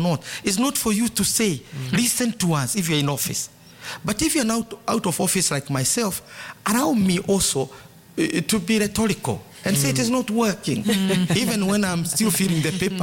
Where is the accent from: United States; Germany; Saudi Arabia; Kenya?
Kenya; But Kenyans are a product of a specific historical conjuncture. We are British.